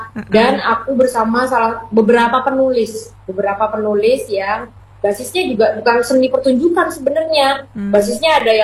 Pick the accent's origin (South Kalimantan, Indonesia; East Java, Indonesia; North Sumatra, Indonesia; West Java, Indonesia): East Java, Indonesia; Madura; aku sebagai orang Madura